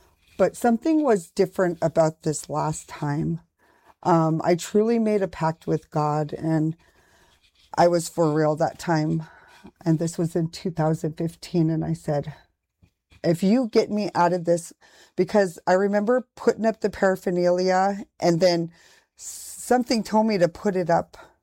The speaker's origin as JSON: {"language": "English", "town": "Fairbanks", "region": "Alaska", "country": "United States", "moved": "yes", "lives_now": "Anchorage, United States", "said": "I am from Fairbanks, Alaska, and I currently reside in Anchorage, Alaska."}